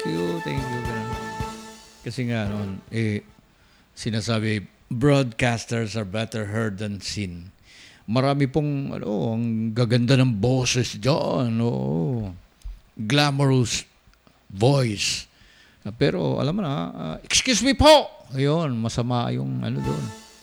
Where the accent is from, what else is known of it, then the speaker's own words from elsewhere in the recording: Davao City, Davao Region, Philippines; moved away as an adult; now in Manila, Philippines; 19 years old ako, nag-broadcast ako sa Davao City. Tapos nag-migrate ako sa Manila at the age